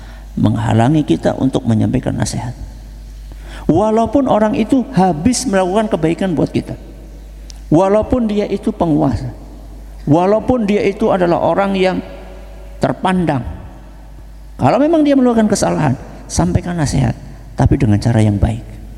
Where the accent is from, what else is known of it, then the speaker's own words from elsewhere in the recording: Java, Indonesia; apalagi kita ini orang Jawa.